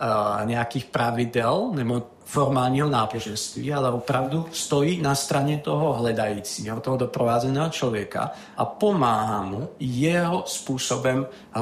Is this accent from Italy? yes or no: no; Trenčín, Trenčín Region, Slovakia; moved away; já jsem tedy z Trenčína původem, což je vlastně město, kde byla od v podstatě konce druhé světové války umístěna armáda.